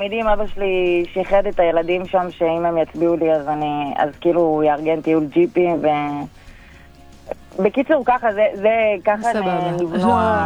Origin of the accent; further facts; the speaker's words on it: Kiryat Gat, Southern District, Israel; אני פשוט מקריית גת